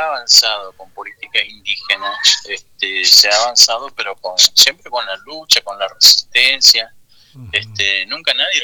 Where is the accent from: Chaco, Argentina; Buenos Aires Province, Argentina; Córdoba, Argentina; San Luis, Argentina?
Chaco, Argentina; La Leonesa; Yo estoy en este momento estoy en la ciudad de Resistencia, estoy a 80 kilómetros de mi localidad. Ajá. Yo estoy en la Leonesa.